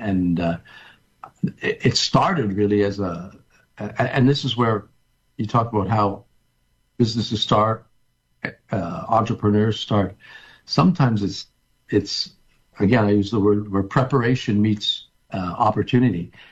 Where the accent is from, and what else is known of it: Quebec, Canada; born or raised there; also born or lived in Plattsburgh, New York, United States